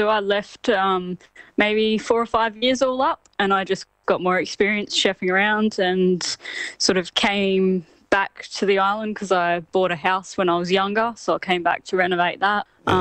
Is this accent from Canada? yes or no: no; Kingscote, South Australia, Australia; Yeah, it was a good life. I mean, we're on the farm, so we just grew up feeding chickens, the pigs, just doing farm stuff, riding our bike in acres and acres of fields.